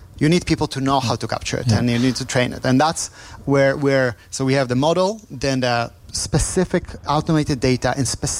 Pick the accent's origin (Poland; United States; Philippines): Poland; English is a second language; I'm from Poland originally. In Poland, there's a very peculiar thing that if you watch a movie, a foreign movie in Polish language